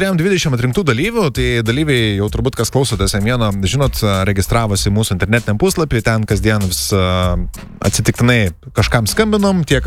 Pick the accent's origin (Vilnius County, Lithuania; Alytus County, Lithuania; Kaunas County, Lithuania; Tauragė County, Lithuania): Tauragė County, Lithuania; Šilalė; Aš iš Šilalės